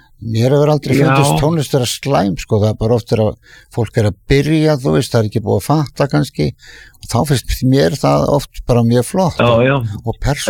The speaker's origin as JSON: {"language": "Icelandic", "town": "Ísafjörður", "region": "Westfjords", "country": "Iceland", "said": "ég er eiginlega frá Hrísi og Ísafirði og ég kallað mér Hrísfirðing."}